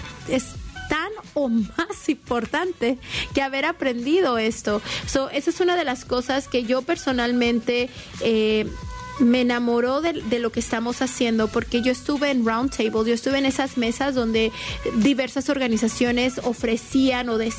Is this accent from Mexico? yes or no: yes; Mexico; yo soy mexicana